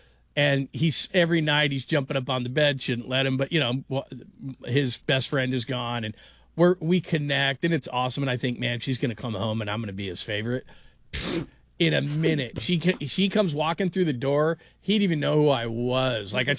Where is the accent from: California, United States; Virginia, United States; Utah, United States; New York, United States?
California, United States; my parents were playing 8-tracks and 60s music, and I grew up in California